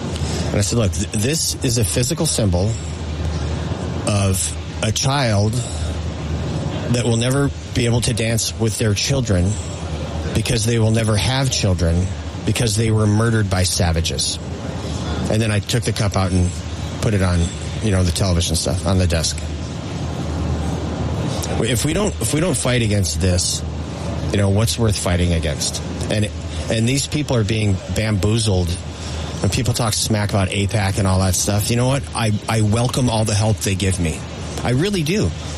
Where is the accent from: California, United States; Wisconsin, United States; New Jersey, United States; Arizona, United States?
Wisconsin, United States; I'm from Wisconsin, and these savages murdered an entire herd of dairy cattle just to kill them.